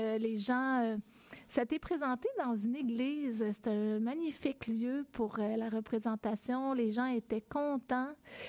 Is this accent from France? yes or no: no; Black Lake, Quebec, Canada; Il y a mon enfance à Black Lake. Black Lake, c'était quand moi j'étais petite. C'est sûr que ça évolue un peu, mais quand moi j'étais petite, Black Lake, c'est une petite ville.